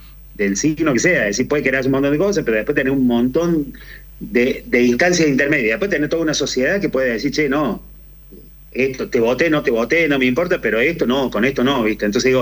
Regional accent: Córdoba, Argentina; yo soy de Barrio Comercial, que la parroquia también abarca muchas zonas vulnerables, entre ellas mi barrio de origen

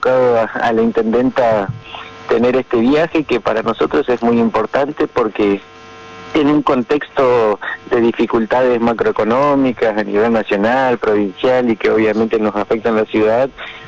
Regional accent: Paraná, Entre Ríos, Argentina

